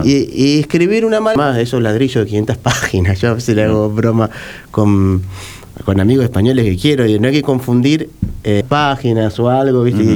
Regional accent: Argentina

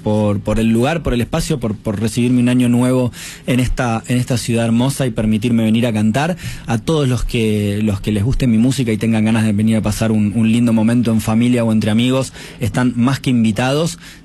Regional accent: Buenos Aires, Argentina; como soy de Buenos Aires, arranco mi gira por lo general siempre en Buenos Aires

